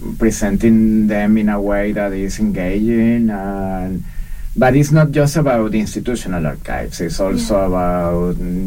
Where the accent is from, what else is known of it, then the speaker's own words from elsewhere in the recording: Venezuela; moved away as an adult; now in London, Canada; I'm originally from Venezuela in Latin America, but I'm also a Canadian. I've been here in Canada and in London since 2010.